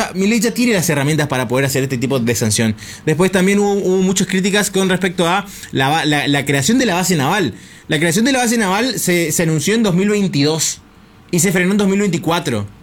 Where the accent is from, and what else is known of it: Argentina